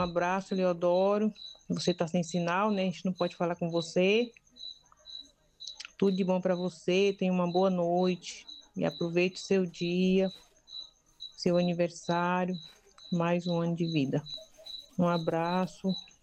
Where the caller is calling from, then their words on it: Monte Alegre de Goiás, Goiás, Brazil; de Monte Alegre.